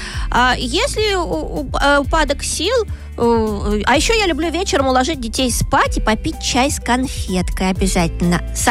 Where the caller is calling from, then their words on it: Moscow, Russia; Привет, Веснушка и Кипитоша … из Москвы.